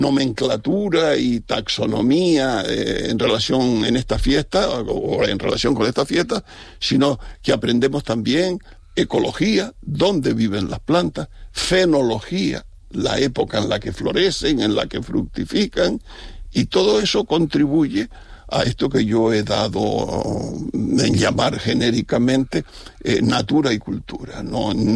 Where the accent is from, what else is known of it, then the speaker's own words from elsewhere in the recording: Villa de Mazo, Canary Islands, Spain; la fiesta del Corpus Christi, que es la fiesta mayor, además, de mi pueblo, de Villa de Masso